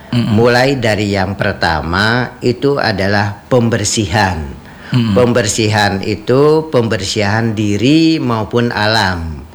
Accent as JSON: {"language": "Indonesian", "region": "Bali", "country": "Indonesia", "moved": "yes", "lives_now": "Samarinda, Indonesia", "said": "kami di Samarinda, kebetulan saya orang Bali, merayakan Nyepi itu sama dengan di Bali."}